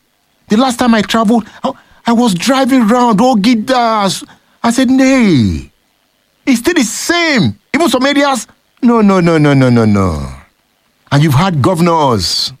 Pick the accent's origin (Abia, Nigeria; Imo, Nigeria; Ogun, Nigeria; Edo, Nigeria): Edo, Nigeria; Benin City; moved away; I was born in Benin City. The Benin City I grew up in and the Benin City now is still the same.